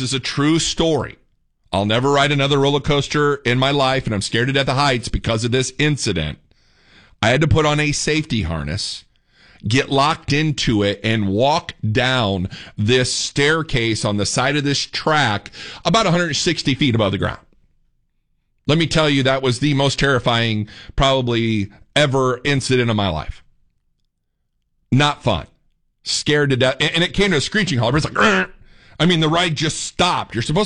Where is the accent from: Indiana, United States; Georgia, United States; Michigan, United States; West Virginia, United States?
Indiana, United States; I grew up in Northeast Indiana.